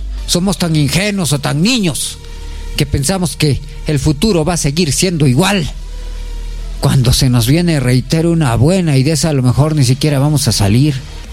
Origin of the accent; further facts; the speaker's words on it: Peru; no valemos nada como peruanos, como ciudadanos.